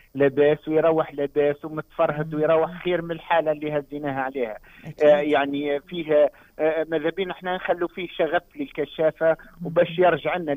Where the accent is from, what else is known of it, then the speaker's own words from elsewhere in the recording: Tunisia; تونس الكل جميلة، احنا كلنا أولاد تونس، وتونس الكل جميلة